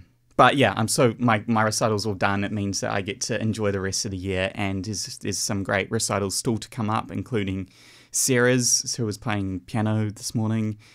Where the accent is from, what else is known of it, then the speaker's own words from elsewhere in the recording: New Zealand; moved away; I don't know if you can tell by the accent, but I'm from New Zealand.